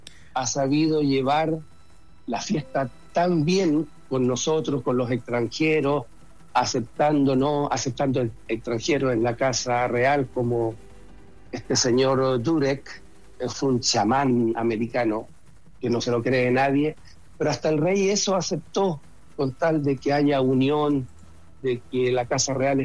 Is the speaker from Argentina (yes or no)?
no; Chile; now in Norway; llevo fuera 50 años, pero de los 50 son 40 en Noruega.